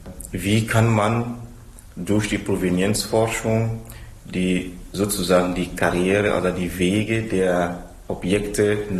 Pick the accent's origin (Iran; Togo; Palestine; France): Togo; ich komme aus Togo